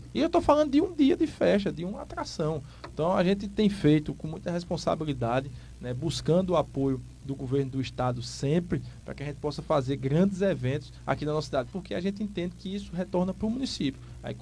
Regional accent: Caruaru, Pernambuco, Brazil; born there; Eu nasci em Caruaru também.

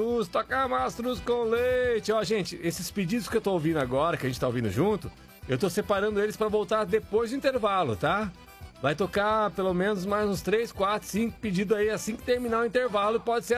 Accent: Canindé, Sergipe, Brazil; Sou de Sergipe, Canindé.

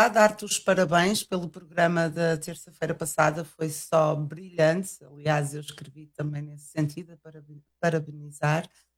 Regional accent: Portugal; now in Switzerland; Eu sou portuguesa, mas não vivo em Portugal. Vivo na Suíça há já quase 30 anos.

